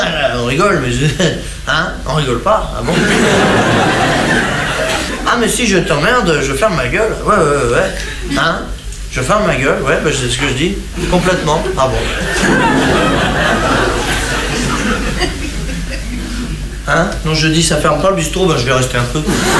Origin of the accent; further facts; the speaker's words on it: France; Les Français, c'est des cons, ouais, ben je suis bien blasé, hein, je suis français.